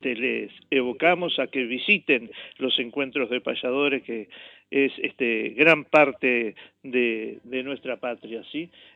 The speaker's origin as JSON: {"language": "Spanish", "region": "Canelones", "country": "Uruguay", "said": "Si está en plena zafra de carneadas, como decimos los canarios"}